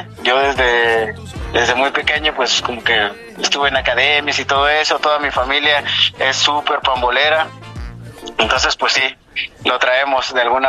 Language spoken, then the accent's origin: Spanish; Pachuca, Hidalgo, Mexico; yo soy de Hidalgo, de Pachuca Hidalgo, pues la verdad es que allá se vive como toda esta cultura de fútbol muy intensamente.